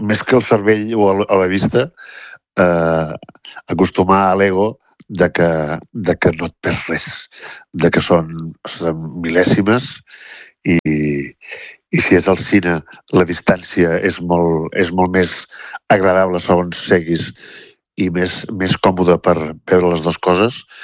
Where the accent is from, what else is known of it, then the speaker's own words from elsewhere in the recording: Vilanova i la Geltrú, Catalonia, Spain; Mira, jo soc de Vilanova i la Geltrú i no totes.